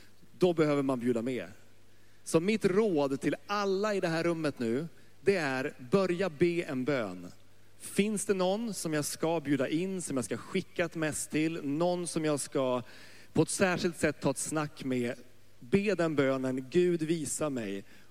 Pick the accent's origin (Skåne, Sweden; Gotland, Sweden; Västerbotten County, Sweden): Västerbotten County, Sweden; Nordmaling; moved away as an adult; now in Stockholm, Sweden; Jag växte upp i Nordmaling, ett litet samhälle i norra Norrland. Och som vuxen har jag bott i en småstad. Jag har bott i det man skulle kunna kalla för en mellanstor stad. Och jag har bott i storstadsregion.